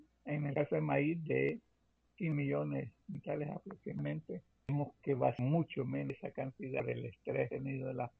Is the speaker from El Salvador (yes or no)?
yes; El Salvador; como buenos salvadoreños, seguir pudiendo para garantizar la comida